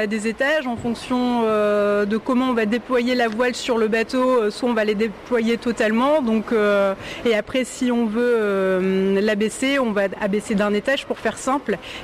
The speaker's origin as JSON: {"language": "French", "region": "Hauts-de-France", "country": "France", "said": "parce qu'à la base, moi, je suis du Nord-Pas-de-Calais."}